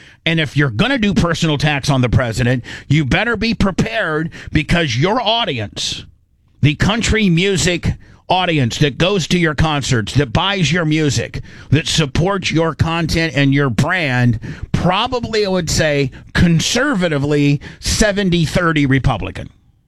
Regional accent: Tennessee, United States; you also have to understand, I'm a country guy. I'm from Tennessee.

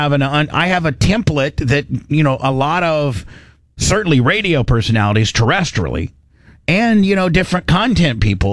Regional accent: Indiana, United States; Now, growing up in Indiana is just a whole thing in itself.

